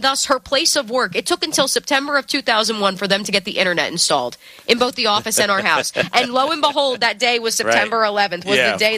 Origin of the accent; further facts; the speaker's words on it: New Jersey, United States; I'm always curious just because growing up in New Jersey, and I know … feels the same way, growing up in the tri-state area